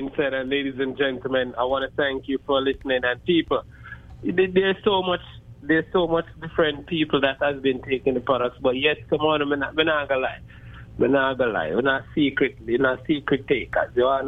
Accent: Jamaica; Now, back in the days, all right, growing up in Jamaica, may I always hear say, there's another name for Dukuno.

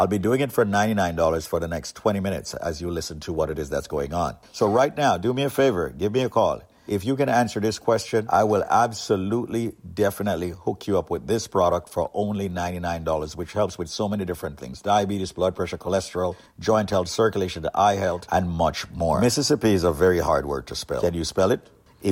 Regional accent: Jamaica; now in Central Florida, United States; That is the beautiful thing about being Jamaican.

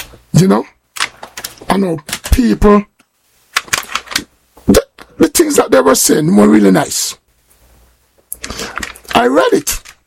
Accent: Kingston, Jamaica; also born or lived in Clarendon, Jamaica; I'm from West Kingston. I grew up in West Kingston. I was born in Clarendon. I'm a Clarendonian man. You know, yeah, man. I'm a Clarendon man. That's where I was born. But I grew up in West Kingston.

